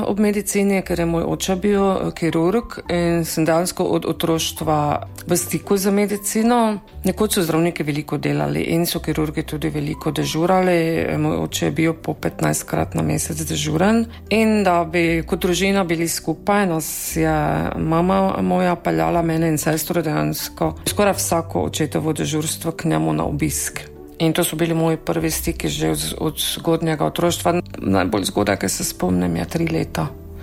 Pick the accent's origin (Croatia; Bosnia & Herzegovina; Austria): Croatia; Varaždin, Varaždin County; moved away as an adult; also born or lived in Zagreb; now in Ormož, Slovenia; Ne, nisem domačinka, sem pa že skoraj 40 let v Ormožu. Sem pa drugače iz Varaždina, tudi študij sem končala v Zagrebu, pripravništvo sem končala v Varaždinu. Od januarja 1989 pa delam v Ormožu.